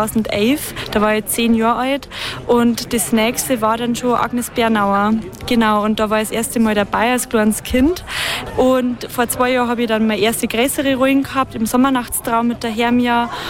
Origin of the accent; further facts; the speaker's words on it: Bavaria, Germany; accent: Bavarian; Also meine Mundart ist ja bayerisch.